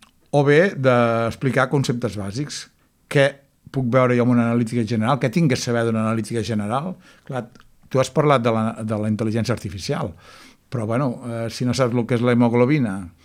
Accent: Barcelona, Catalonia, Spain; moved away as an adult; now in Argentona, Spain; Jo sóc de Barcelona, però com si fos d'Argentona. Ja ho he fet tot aquí a Argentona. Ja visc aquí des de l'any 83 i em sento argentoní de soc arrel.

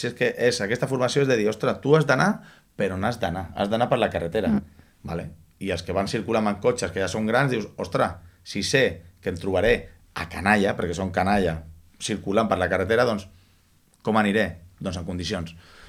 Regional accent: Granollers, Catalonia, Spain; Perquè jo soc de Granollers

